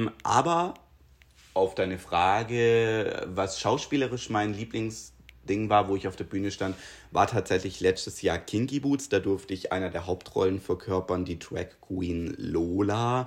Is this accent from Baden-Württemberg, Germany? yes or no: yes; Triberg, Baden-Württemberg, Germany; in Triberg, in meiner Heimatstadt, die ja tatsächlich überregional bekannt waren